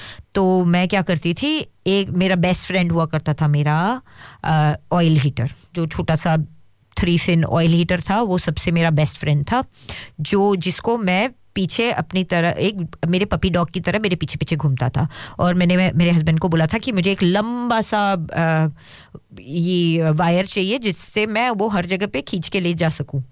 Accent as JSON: {"language": "Hindi", "town": "Mumbai", "region": "Maharashtra", "country": "India", "tie": "born or raised there", "moved": "yes", "said": "कि भाई मैं तो बॉम्बे में पली बड़ी हूँ, इतनी आवाज़ में पली बड़ी हूँ."}